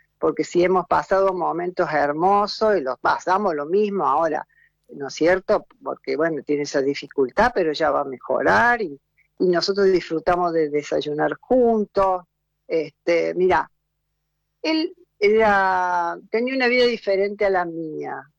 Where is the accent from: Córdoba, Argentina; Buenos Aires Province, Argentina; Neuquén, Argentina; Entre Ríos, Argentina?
Córdoba, Argentina; Oncativo; moved away as an adult; now in Córdoba, Argentina; estoy en Córdoba. Hoy estoy en Córdoba. Hace unos meses que estoy en Córdoba, pero yo soy nativa de un pueblo, Oncativo, que está a 70 kilómetros de la ciudad de Córdoba.